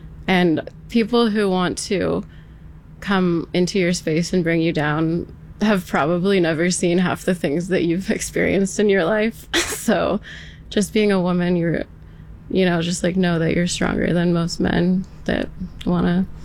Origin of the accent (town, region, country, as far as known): West Coast, United States